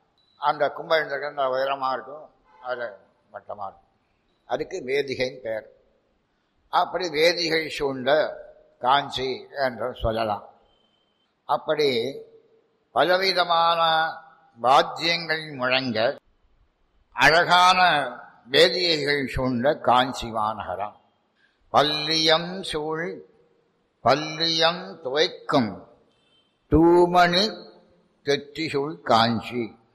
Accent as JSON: {"language": "Tamil", "town": "Tirunelveli", "region": "Tamil Nadu", "country": "India"}